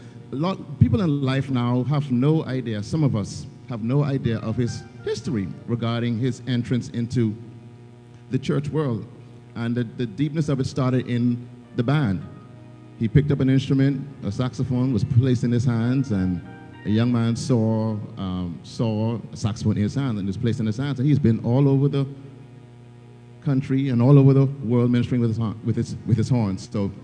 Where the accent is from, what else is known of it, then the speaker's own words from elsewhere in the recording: Bahamas; We used to have their album, their 45 album in our house growing up in Palm Beach Street.